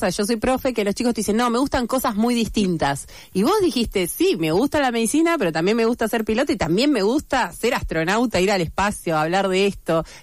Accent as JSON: {"language": "Spanish", "region": "Buenos Aires Province", "country": "Argentina", "said": "de zona sur, como yo"}